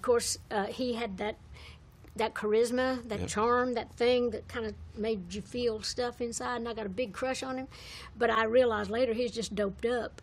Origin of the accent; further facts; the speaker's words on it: Tennessee, United States; moved away; they had shows in Knoxville, which was just 40 miles from my hometown.